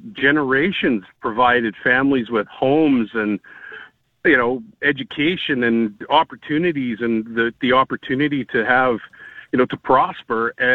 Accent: British Columbia, Canada; I grew up in the Alberni Valley, and, you know, everybody there, their job was reliant upon the lumber, the forest industry.

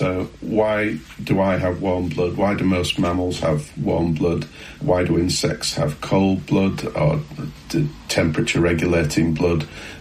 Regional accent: Yorkshire and the Humber, United Kingdom; from West Yorkshire in the United Kingdom.

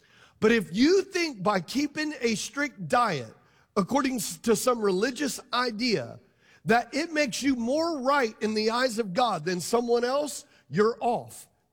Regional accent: Louisiana, United States; I'm Louisiana Cajun, man.

